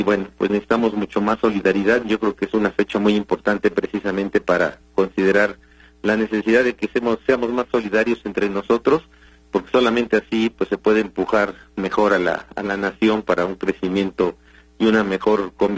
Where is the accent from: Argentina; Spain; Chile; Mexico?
Mexico; nuestra solidaridad como mexicanos y nuestro amor por nuestro país